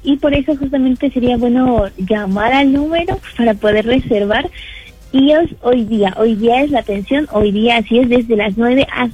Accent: Cusco, Peru; como nosotros somos de Cusco, o sea, también se puede como transferir a Cusco, ¿no?

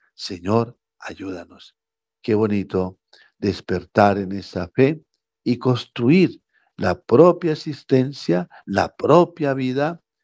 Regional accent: Roldanillo, Valle del Cauca, Colombia; moved away; Allá en mi tierra fue muy duro, en Roldanillo Valle

